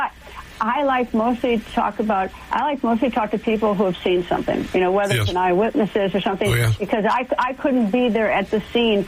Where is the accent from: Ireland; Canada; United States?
United States; Wisconsin; I get that. I'm from Wisconsin.